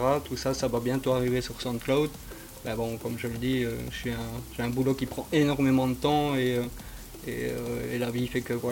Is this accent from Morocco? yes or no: no; Wallonia, Belgium; Alors moi je viens de la région des barrages de l'Oder, ouais, à côté de Walcourt et Philippeville.